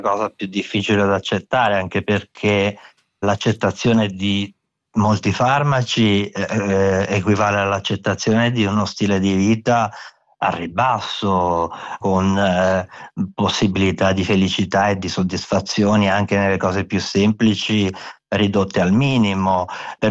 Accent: Abruzzo, Italy; born or raised there; first language Abruzzese dialect; Italian is a second language

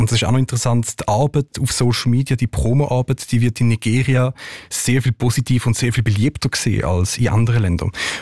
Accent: Switzerland; Das ist auch bei uns in der Schweiz gar nicht anders.

